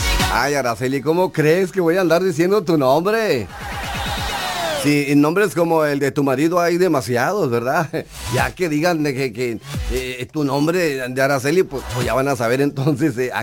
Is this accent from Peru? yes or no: no; northern Mexico, Mexico; Y es que en realidad yo soy norteño, fíjese.